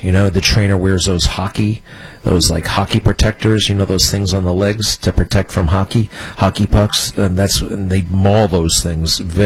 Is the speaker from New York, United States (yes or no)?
yes; Oyster Bay, New York, United States; Now, I grew up on Long Island, Sagamore Hill and Oyster Bay.